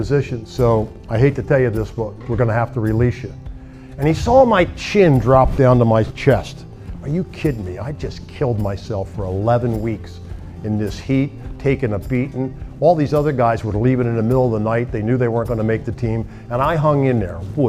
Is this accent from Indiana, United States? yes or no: no; Philadelphia, Pennsylvania, United States; I was picked up by, believe it or not, Philadelphia Eagles, my hometown team. The team that I was going to Franklin Field to watch with my uncles and my dad in the 1960s.